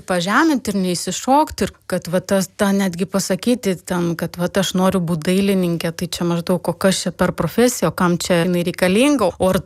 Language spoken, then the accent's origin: Lithuanian; Kaunas, Kaunas County, Lithuania; aš gimiau ir užaugau savo mylimam Kaune.